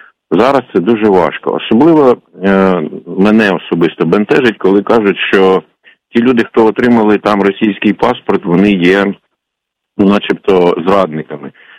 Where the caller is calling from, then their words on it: Kyiv, Ukraine; я з Києва.